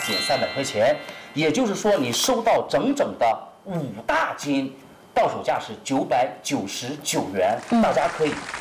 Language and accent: Chinese; Dalian, Liaoning, China; accent: Dalian dialect; 用我们大连话说是非常非常肥的。